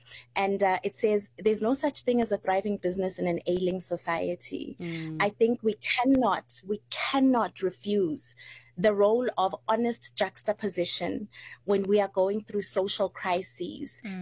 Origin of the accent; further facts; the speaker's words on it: South Africa; as a South African